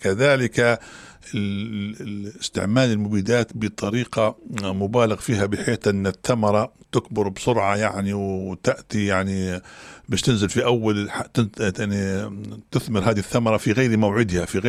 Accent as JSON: {"language": "Arabic", "country": "Libya", "said": "وحنا كنا كليبيين"}